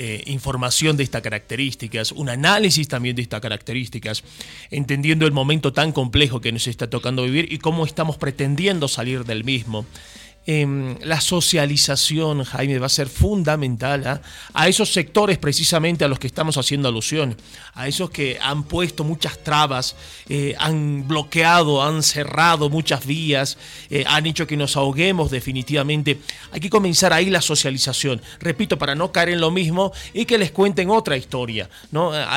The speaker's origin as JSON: {"language": "Spanish", "country": "Bolivia", "said": "Necesitamos unirnos como bolivianos"}